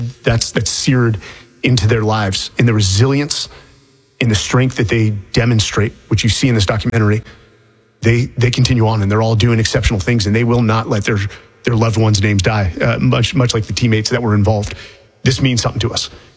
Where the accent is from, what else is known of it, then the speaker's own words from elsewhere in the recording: California, United States; When I first got to this place, you know, I grew up in the Bay Area.